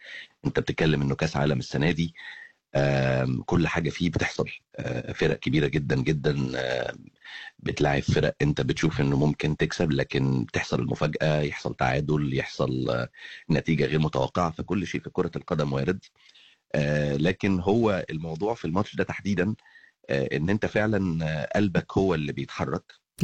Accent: Egypt; now in Australia; بلدي الأم

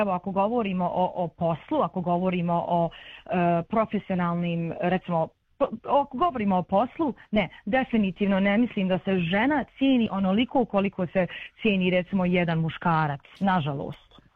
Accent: Srebrenica, Republika Srpska, Bosnia & Herzegovina; pošto lično ja sam iz Srebrenice

